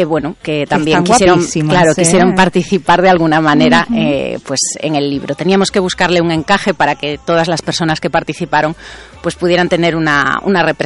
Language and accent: Spanish; Ferrol, Galicia, Spain; yo soy de Ferrol.